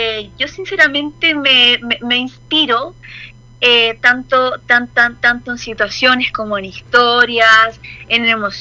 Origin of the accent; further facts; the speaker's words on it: Chile; un orgullo como artista chilena